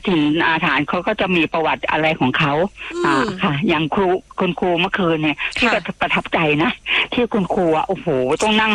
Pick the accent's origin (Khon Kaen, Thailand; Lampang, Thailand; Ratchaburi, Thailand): Ratchaburi, Thailand; accent: Northern Thai (Tai Yuan, Chiang Saen descendants); พี่อยู่ราชบุรีก็จริงนะคะแต่ว่าพี่พูดภาษาเหนือได้